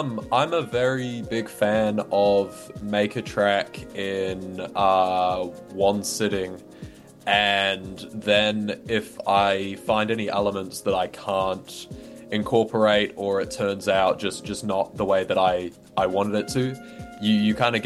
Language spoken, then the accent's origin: English; Manawatū-Whanganui, New Zealand; now in Wellington, New Zealand; I grew up in the Manawatu.